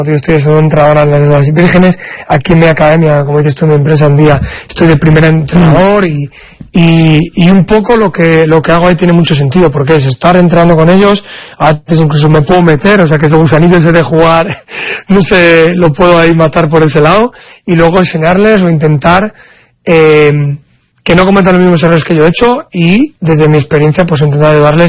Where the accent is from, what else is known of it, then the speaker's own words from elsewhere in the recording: Castile and León, Spain; si soy ejemplo de algo que no es de ser cabezón como buen cazurro leonés